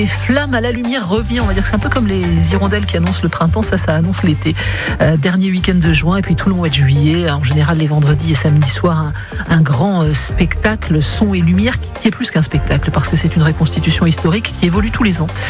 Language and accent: French; Grand Est, France; chez nous en Lorraine.